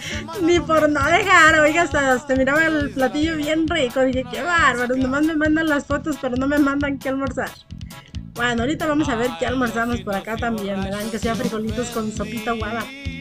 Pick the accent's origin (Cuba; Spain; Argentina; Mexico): Mexico; Como típicos mexicanos, si ganamos, celebramos, y si perdemos también celebramos.